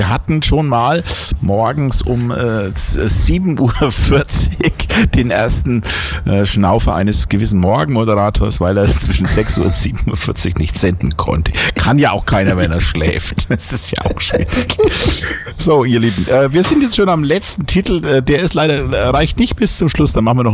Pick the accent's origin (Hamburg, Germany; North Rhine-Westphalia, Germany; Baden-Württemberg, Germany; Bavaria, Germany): Bavaria, Germany; ich komme ja aus Bayern